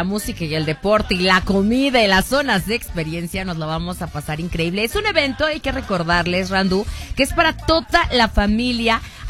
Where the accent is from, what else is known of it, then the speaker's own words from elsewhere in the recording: Mexico; Bien mexicanos. Creo que somos los únicos mexicanos que nos disfrazamos de mexicanos.